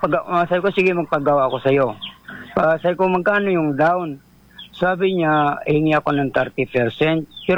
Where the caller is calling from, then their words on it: San Vicente, Mimaropa, Philippines; Dito po ako sa bayan ng San Vicente.